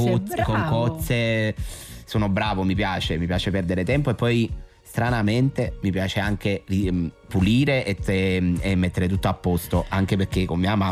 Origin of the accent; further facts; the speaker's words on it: Naples, Campania, Italy; Io amo Napoli, ma non ovviamente perché sono napoletano.